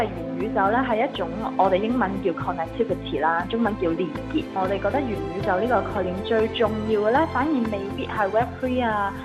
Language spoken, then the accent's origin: Cantonese; Hong Kong; 我系一个香港土生土长嘅创业者啦，读书嗰阵喺外国多啲，